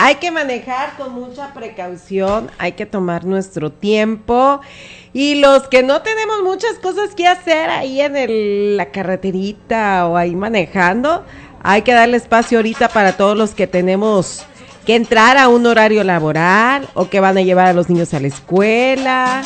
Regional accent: Nayarit, Mexico; Así somos nosotros los de Nayarita

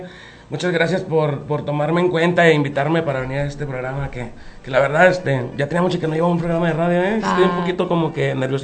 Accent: Tomatlán, Jalisco, Mexico; moved away as an adult; now in Nayarit, Mexico; Mi pueblo se llama Tomatlán, en Jalisco

